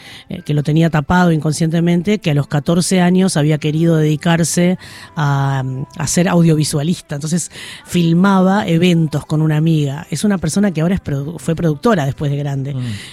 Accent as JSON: {"language": "Spanish", "country": "Uruguay", "said": "Ya que soy uruguaya"}